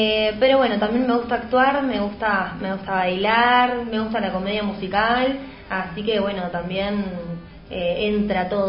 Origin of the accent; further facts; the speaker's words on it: General Roca, Río Negro, Argentina; moved away as an adult; now in Buenos Aires, Argentina; nosotros somos de Río Negro, de la ciudad de General Roca. Ajá. Yo estoy hace ya un mes acá en la ciudad de Buenos Aires